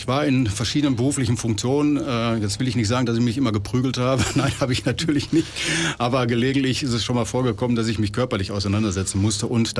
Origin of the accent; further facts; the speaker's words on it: Dortmund, North Rhine-Westphalia, Germany; also born or lived in Castrop-Rauxel; now in Aurich, Germany; als Dortmunder